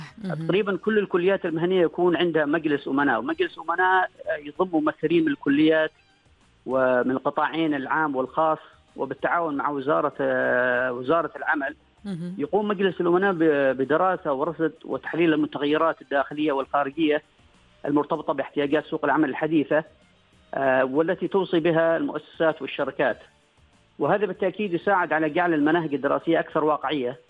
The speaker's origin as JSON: {"language": "Arabic", "country": "Oman", "said": "نحن كعمانيين قريب جدا من ثقافتنا"}